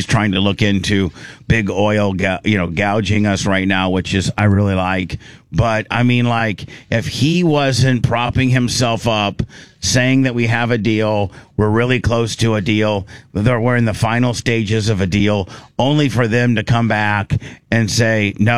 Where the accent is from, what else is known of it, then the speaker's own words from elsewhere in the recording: United States; I'm just over it as an American.